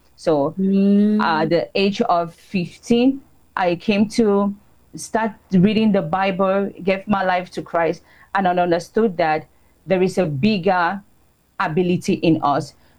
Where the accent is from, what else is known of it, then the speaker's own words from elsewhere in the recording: Cameroon; now in Philippines; So that is how I moved from Cameroon to the Philippines. I've been here for 10 years now.